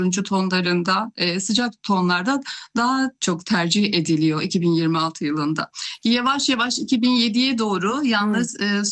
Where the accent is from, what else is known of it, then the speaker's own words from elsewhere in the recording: Pazar, Rize, Turkey; now in Rize, Turkey; Rize'deyim. Rize merkezdeyim. Aslen pazardayım ama.